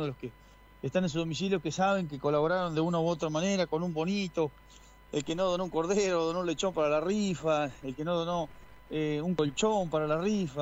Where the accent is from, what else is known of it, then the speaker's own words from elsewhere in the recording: Conesa, Argentina; la mayoría somos de acá de Conesa.